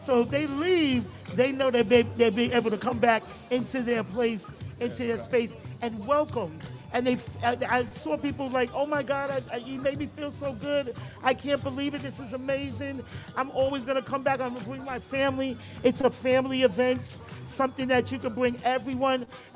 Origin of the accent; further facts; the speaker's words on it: New York City, New York, United States; I grew up in the Bronx in Gun Hill, uptown.